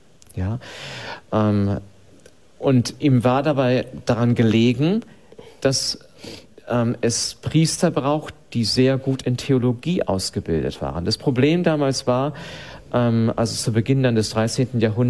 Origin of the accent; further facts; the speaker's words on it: Bremen, Germany; Ja, also ich bin in einem katholischen Elternhaus aufgewachsen. Ich bin in Bremen aufgewachsen, und zwar, das ist ja bekanntermaßen eher protestantisch beziehungsweise jetzt höchst säkular geprägt heutzutage.